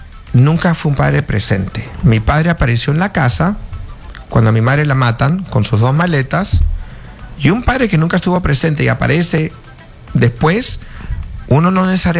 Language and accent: Spanish; Peru; moved away; yo como peruano